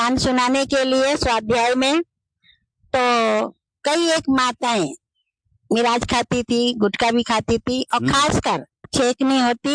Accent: Lucknow, Uttar Pradesh, India; मैं हमारा native place है लखनऊ, और जब से मैं ब्रह्मा कुमारी रूप में समर्पित हुई हूँ तब से मैं राजस्थान में ही हूँ।

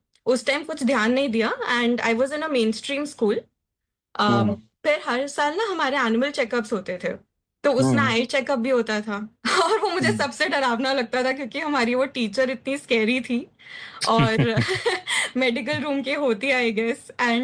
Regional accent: Delhi, India; moved away as an adult; now in Kolkata, India; So originally मैं दिल्ली से हूँ, एंड शादी के बाद ही मैं कोलकाता शिफ्ट हुई।

